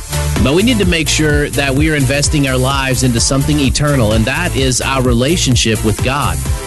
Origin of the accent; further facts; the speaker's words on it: Picher, Oklahoma, United States; moved away; a lot of my hometown is gone. You can read about it if you just search for Pitcher, Oklahoma or Cardin, Oklahoma.